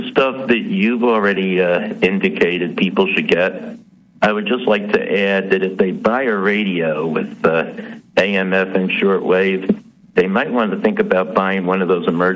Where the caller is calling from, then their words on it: Peekskill, New York, United States; calling from Peekskill, New York, in northern Westchester.